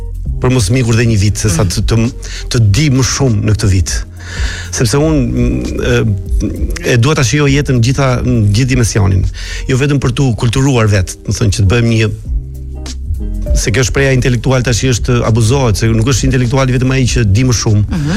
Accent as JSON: {"language": "Albanian", "town": "Sarandë", "region": "Vlorë County", "country": "Albania", "said": "Unë isha nga Saranda"}